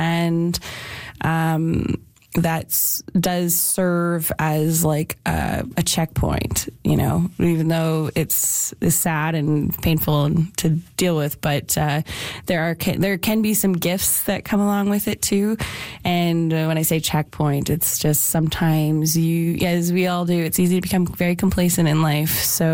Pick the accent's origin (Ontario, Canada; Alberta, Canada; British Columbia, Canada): Alberta, Canada; Calgary; I come from Calgary, Alberta